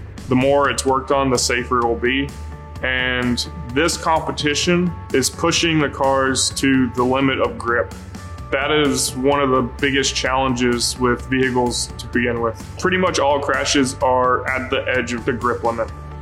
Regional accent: Alabama, United States; I grew up in Alabama. I looked at other Alabama schools, but never really considered them.

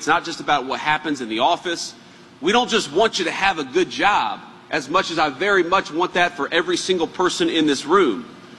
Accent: Middletown, Ohio, United States; right here in Middletown, Ohio. Now, growing up here

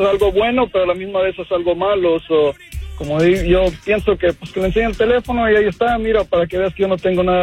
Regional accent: Michoacán, Mexico; Michoacán.

